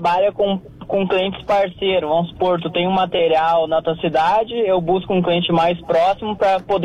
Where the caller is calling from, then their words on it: São Leopoldo, Rio Grande do Sul, Brazil; Tô falando aqui de São Leopoldo.